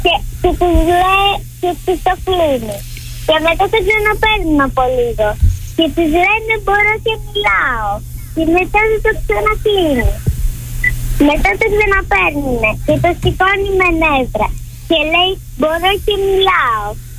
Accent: Piraeus, Attica, Greece; από τον Πειραιά.

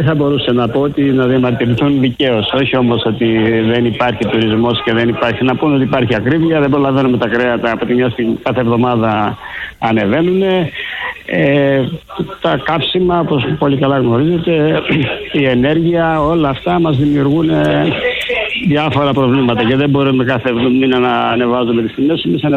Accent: Greece; εμείς σαν Έλληνες έχουμε μάθει να παραπονιόμαστε

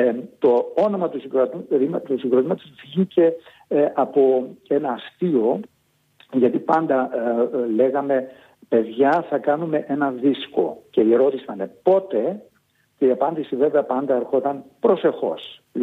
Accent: Greece; moved away as an adult; also born or lived in Frankfurt, Germany; εμείς σαν Έλληνες αισθανόμασταν κάπου απομονωμένοι

